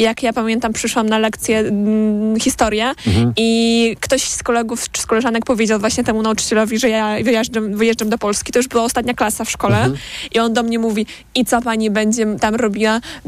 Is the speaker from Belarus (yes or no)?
yes; Brest, Brest Region, Belarus; moved away; ja mieszkałam w centrum miasta, to znaczy w centrum Brześcia i od mojego domu, od mojego mieszkania 5 minut było samochodem do granicy.